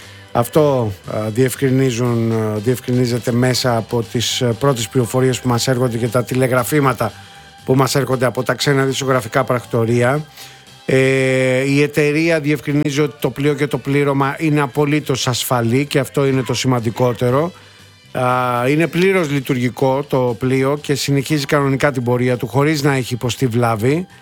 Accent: Mystras, Peloponnese, Greece; έχει και το όνομα εκεί του Mistra κάτω στα μέρη μου.

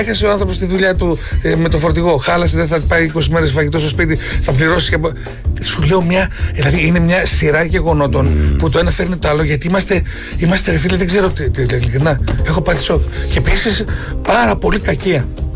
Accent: Greece; Εμείς σαν Έλληνες την έχουμε ξεκινήσει αυτή την τεχνική εδώ και πάρα πολλά χρόνια.

